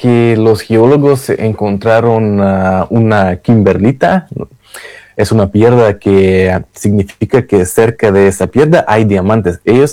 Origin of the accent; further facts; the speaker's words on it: Russia; Spanish is a second language; now in Saint Petersburg, Russia; Yo soy como ciudadano ruso